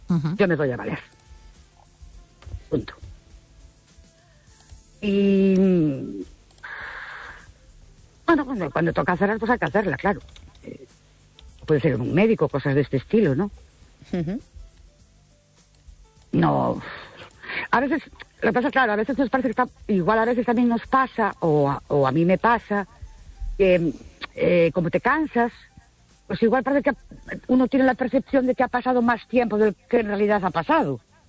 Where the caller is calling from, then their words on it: Ourense, Galicia, Spain; de Orense.